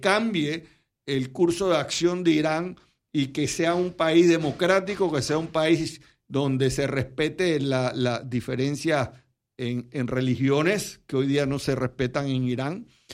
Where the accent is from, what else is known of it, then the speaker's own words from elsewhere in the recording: Panama; nosotros como panameños